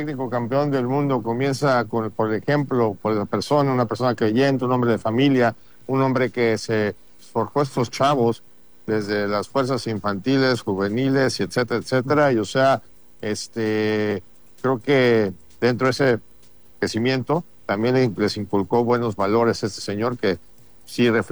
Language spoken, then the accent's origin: Spanish; Mexico; y por supuesto como mexicano, como reporteros mexicanos de este lado de la frontera.